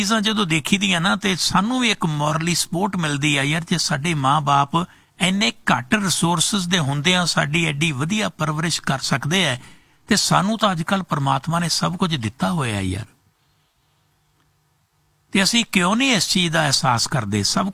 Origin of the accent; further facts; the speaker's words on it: Hathar, Punjab, India; ਸਾਡਾ ਪਿੰਡ ਹਠਾੜ ਦੇ ਵਿੱਚ ਸੀ ਨਾ, ਫਰੀਦਕੋਟ ਜ਼ਿਲ੍ਹੇ ਦੇ ਵਿੱਚ